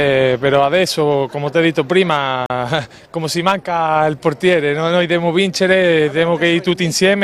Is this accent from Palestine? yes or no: no; Spain; Italian is a second language; moved away as an adult; now in Taranto, Italy; sono di Spagna, sono qua